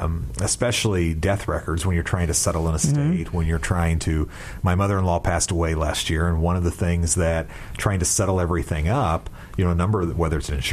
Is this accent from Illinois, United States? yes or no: no; Indiana, United States; moved away as an adult; I grew up in West Central Indiana, and I never saw an Amish person until, you know, I moved here 30 years ago.